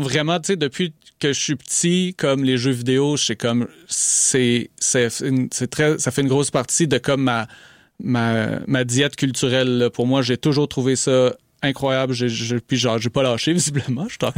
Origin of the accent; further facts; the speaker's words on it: Montreal, Quebec, Canada; Alors moi, je suis né à Montréal, pur Montréalais. J'ai habité toute ma vie ici.